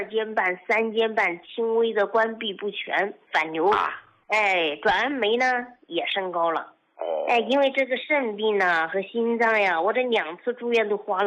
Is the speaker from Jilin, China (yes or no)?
no; Sifangtai, Liaoning, China; 嗯，我是来自这个沈阳铁西区的啊，这是四方台镇的一个农民。